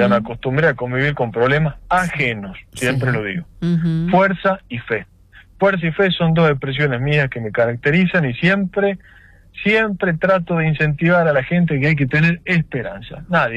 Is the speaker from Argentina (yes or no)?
yes; La Rioja, Argentina; que orgullo decir que somos de esta tierra.